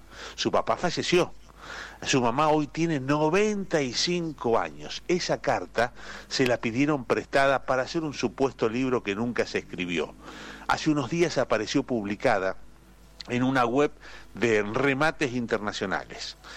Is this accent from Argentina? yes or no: yes; Argentina; mate, al ser argentino, es una excusa para reunirse, charlar, conversar. Cuando se toma un mate, siendo argentino, no es para hidratarse